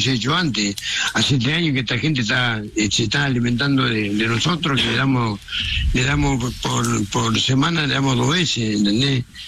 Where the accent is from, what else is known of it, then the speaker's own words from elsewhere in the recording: Caleta Olivia, Santa Cruz, Argentina; Mirá, imagínate que pasó en mi pueblo, en Caleta Olivia, que fui hace dos semanas